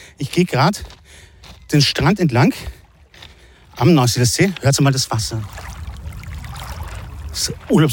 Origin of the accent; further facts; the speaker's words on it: Vienna, Austria; ich als Wiener bin natürlich ein Suderant